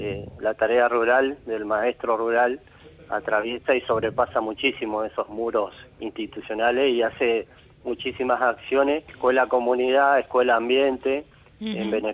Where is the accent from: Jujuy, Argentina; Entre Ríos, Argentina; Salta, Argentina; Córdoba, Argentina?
Entre Ríos, Argentina; Ibicuí; born or raised there